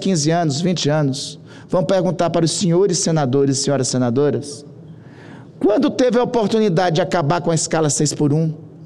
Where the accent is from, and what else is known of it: Brazil